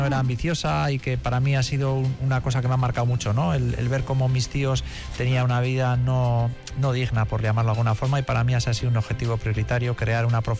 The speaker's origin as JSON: {"language": "Spanish", "town": "Bilbao", "region": "Basque Country", "country": "Spain", "tie": "born there", "said": "Nací en Santutxu"}